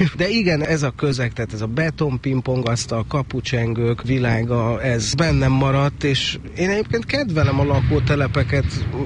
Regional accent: Budapest, Hungary; moved away as an adult; én egy nagyon pici, barátságos lakótelepen nőttem föl. Melyiken? Ez a 16. kerületi Szent Korona utcai lakótelep, ami családi házakkal övezett, és tényleg 4 emelet a maximum.

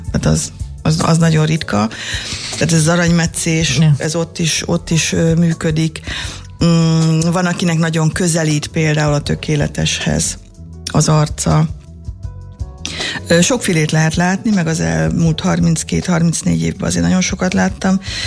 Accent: Kazincbarcika, Borsod-Abaúj-Zemplén, Hungary; Kazincbarcikán nőttem föl, három ház vett körbe egy ilyen játszóteret, udvart

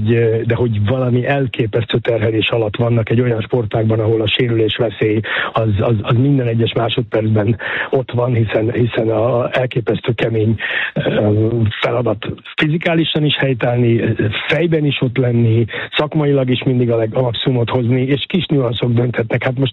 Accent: Budapest, Hungary; born there; én Kőbányán születtem

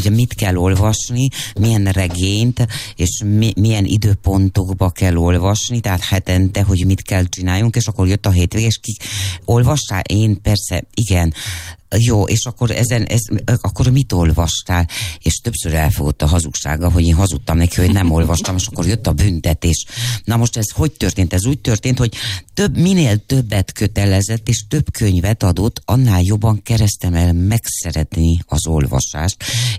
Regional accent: Romania; moved away; otthon nálunk Romániában

